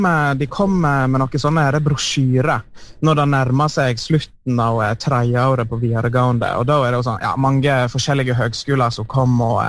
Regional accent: Solvorn, Vestland, Norway; moved away; Jeg vokste opp i Solvorn, perla ved Lustrafjorden.

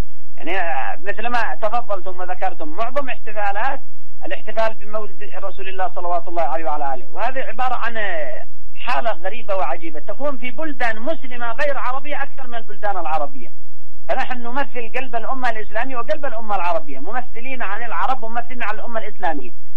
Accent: Yemen; نحن كشعب يمني

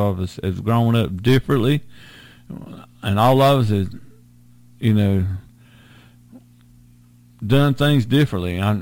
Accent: Sampson County, North Carolina, United States; and I grew up right here in Sampson County

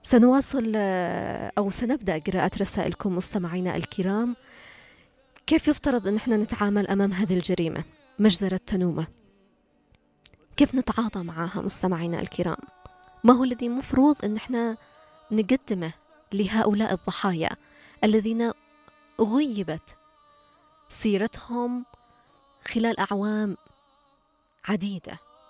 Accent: Yemen; احنا اليمنيين

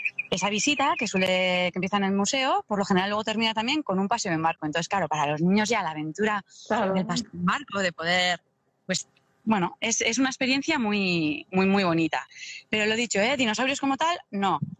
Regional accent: Deba, Basque Country, Spain; born there; yo nací en Deva y casi todo el tiempo estoy en Zumaya.

